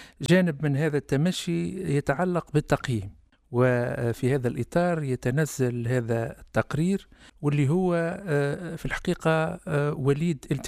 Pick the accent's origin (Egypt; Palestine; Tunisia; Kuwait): Tunisia; احنا في تونس تعودنا على الربط بين العلوم الاجتماعية والعلوم الإنسانية.